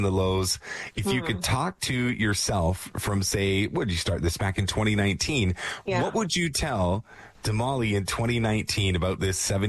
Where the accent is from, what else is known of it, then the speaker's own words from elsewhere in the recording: Toronto, Ontario, Canada; moved away; I grew up in Scarborough. Yeah, I grew up in Toronto as well. And I came out here in 94 to chase my baseball dreams and just never went home.